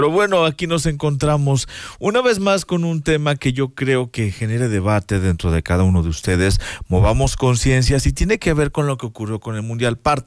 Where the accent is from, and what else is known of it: Mexico